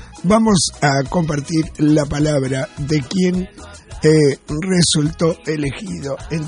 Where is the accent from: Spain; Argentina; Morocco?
Argentina